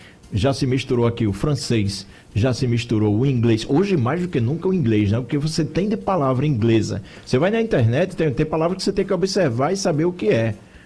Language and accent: Portuguese; Brazil; nós, enquanto brasileiros